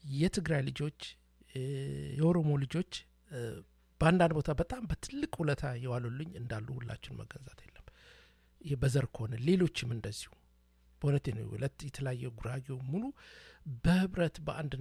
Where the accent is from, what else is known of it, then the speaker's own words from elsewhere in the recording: Dire Dawa, Ethiopia; ማንንም ሰው እኔ ድሬዳዋ ተወልጄ ነው ያደኩት